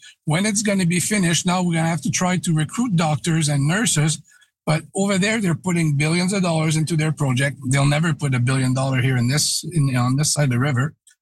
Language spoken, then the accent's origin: English; Quebec City, Quebec, Canada; moved away as an adult; now in Outaouais, Canada; I moved in the region 35 years ago. I'm from Quebec City originally.